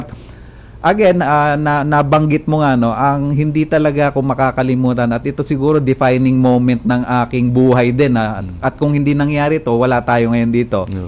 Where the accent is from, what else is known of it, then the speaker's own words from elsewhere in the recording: Caloocan, Metro Manila, Philippines; tiga-Caloocan kami noon eh, no?